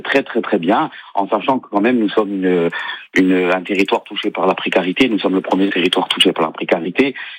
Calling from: Ajaccio, Corsica, France; Moi, j'habite à Pietralbe

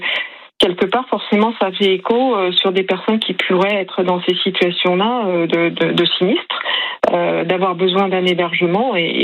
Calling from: Saint-Médard-en-Jalles, Nouvelle-Aquitaine, France; je vous appelle donc de Saint-Médard-en-Jalles où j'ai réintégré mon domicile.

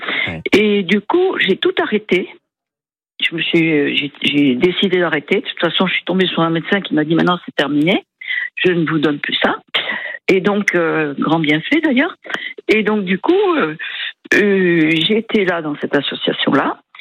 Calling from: Pertuis, Provence-Alpes-Côte d'Azur, France; Je suis à Pertuis, ouais.

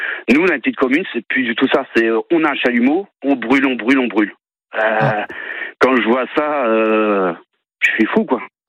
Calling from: Brittany, France; Ille-et-Vilaine, Châtillon-Rondelet.

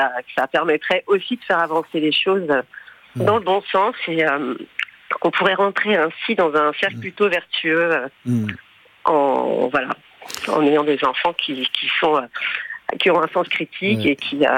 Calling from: Rennes, Brittany, France; J'appelle de Rennes.

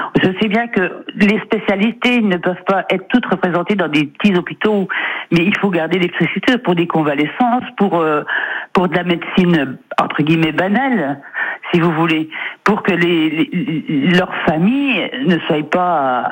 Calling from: Vittel, Grand Est, France; Je suis à Vittel, oui.

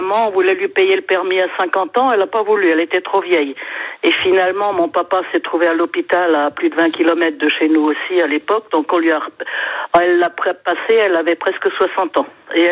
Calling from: Orange, Provence-Alpes-Côte d'Azur, France; je suis à Orange, mais j'ai passé mon permis, j'avais juste 18 ans, en 1970.

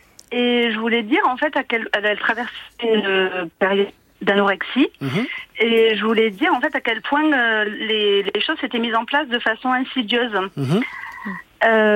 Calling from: Provence-Alpes-Côte d'Azur, France; J'appelle des Hautes-Alpes.

